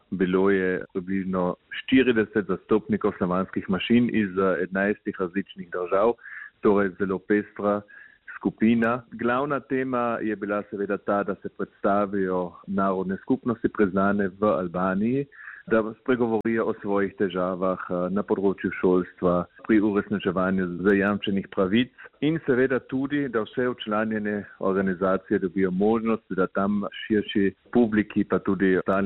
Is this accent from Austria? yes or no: yes; Carinthia, Austria; Mi kot koroški Slovenci